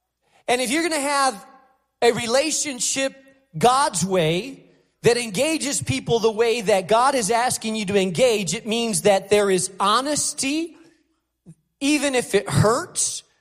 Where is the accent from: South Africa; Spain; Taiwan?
Spain; now in United States; And so I grew up in Spain. Everywhere outside of my house, I spoke Spanish, Castilian Spanish. In my house, I spoke English because my house, my parents were Americans.